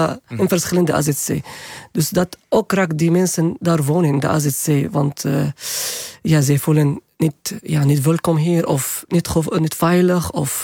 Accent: Syria; Dutch is a second language; now in Netherlands; En ik heb veel mensen gepraat over politiek. Want ik kwam uit Syrië.

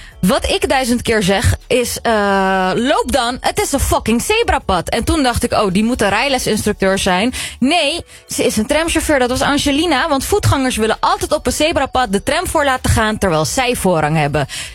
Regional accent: Netherlands; Wij als Nederlanders hebben ook echt een klaagcultuur.

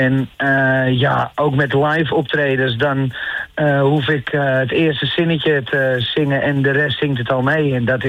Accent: Purmerend, North Holland, Netherlands; want ik kom zelf uit Purmerend.

